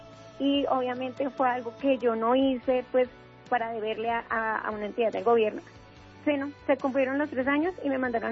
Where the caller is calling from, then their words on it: Bogotá, Colombia; Estoy en Bogotá.